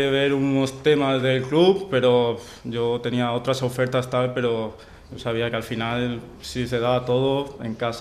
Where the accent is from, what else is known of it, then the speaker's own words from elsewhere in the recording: Balearic Islands, Spain; Al final yo soy de Mallorca, el clima, la gente, estoy acostumbrado aquí